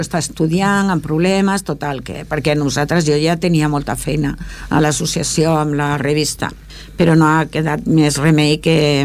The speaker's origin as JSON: {"language": "Catalan", "town": "Villanueva de la Serena", "region": "Extremadura", "country": "Spain", "tie": "born or raised there", "lives_now": "Esplugues de Llobregat, Spain", "said": "registre civil d'aquí, que el registre civil d'aquí d'Esplugues tenia que contactar el registre civil del meu poble, Villanueva de la Serena."}